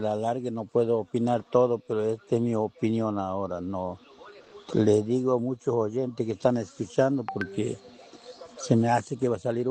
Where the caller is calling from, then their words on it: Tajamar, Argentina; de Tajamar. Soy muy argentino